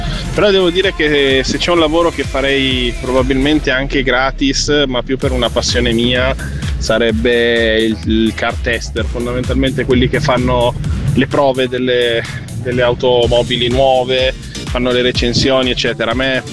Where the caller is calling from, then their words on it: Magenta, Lombardy, Italy; da Magenta.